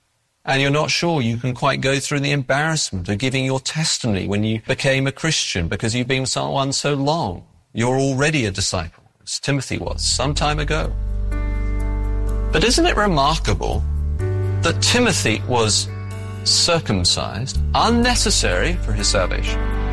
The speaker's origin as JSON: {"language": "English", "region": "England", "country": "United Kingdom"}